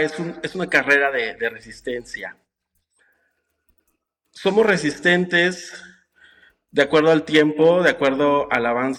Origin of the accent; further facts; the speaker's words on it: Asunción Nochixtlán, Oaxaca, Mexico; Soy originario de Asunción Ochixtlán, Oaxaca. Tengo ya 37 años de edad